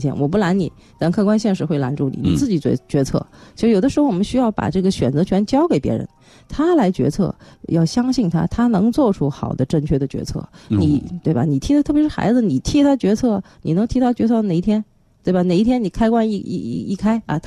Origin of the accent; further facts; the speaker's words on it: Beijing, China; accent: Beijing accent (京腔); also born or lived in Yangzhou; 我在扬州嘛，但是我的父亲这边是北京人，所以我有一口京腔，一口京腔